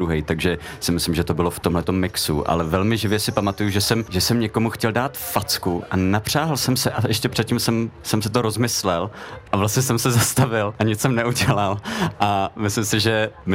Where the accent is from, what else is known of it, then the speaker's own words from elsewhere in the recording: Havlíčkův Brod, Vysočina Region, Czechia; jsem vyrůstal na Vysočině v Havlíčkově Brodě